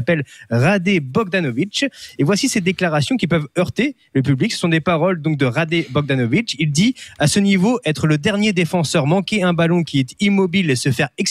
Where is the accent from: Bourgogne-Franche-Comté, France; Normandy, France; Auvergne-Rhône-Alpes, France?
Normandy, France; Oui, en même temps, en France, en ce moment, on sait aussi ce que c'est le soleil, puisque chez moi, en Normandie, il fait quand même 40 degrés.